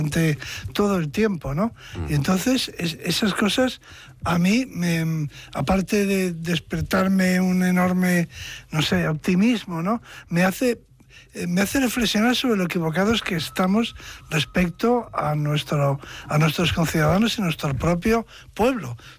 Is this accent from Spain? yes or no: yes; Spain; Me confirma en lo que siempre he pensado, de que somos los españoles un sí. pueblo culto.